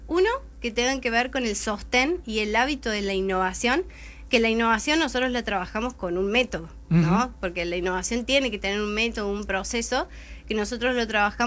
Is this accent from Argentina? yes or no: yes; Argentina; somos argentinos